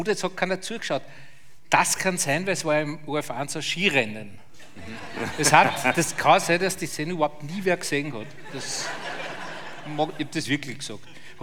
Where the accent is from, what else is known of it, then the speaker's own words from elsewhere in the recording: Traun, Upper Austria, Austria; also born or lived in Linz; Ja, und dann bin ich in Traun aufgewachsen.